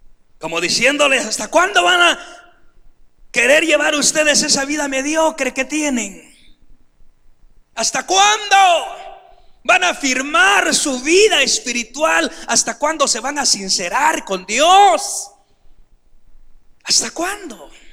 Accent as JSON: {"language": "Spanish", "country": "Guatemala", "said": "hablemos así, en palabras chapinas y sencillas"}